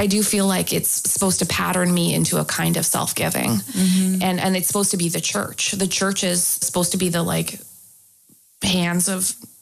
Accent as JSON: {"language": "English", "country": "Canada", "moved": "yes", "said": "as a Canadian"}